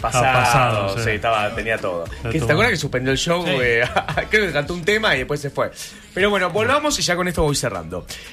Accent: Argentina; Qué lindo que somos los argentinos.

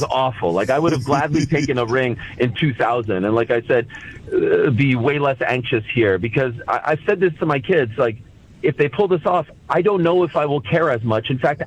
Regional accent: Montreal, Quebec, Canada; The Montreal Expos, I'm from Montreal, they leave town.

